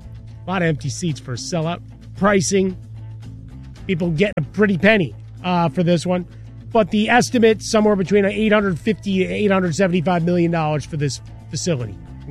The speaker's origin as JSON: {"language": "English", "town": "Chicago", "region": "Illinois", "country": "United States", "tie": "born or raised there"}